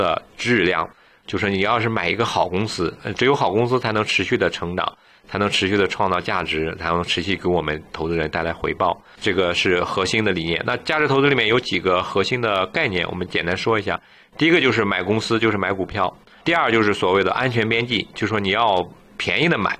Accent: Canada; 这个 CPP 我们都知道啊，是我们加拿大人的这个养老金。

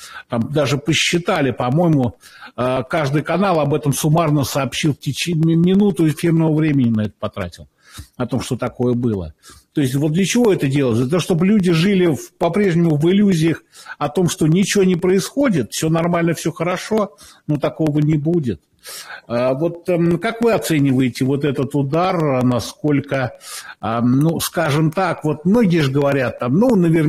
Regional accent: Moscow, Russia; Я сам из Москвы, поэтому мне не то, чтобы было больно на это смотреть

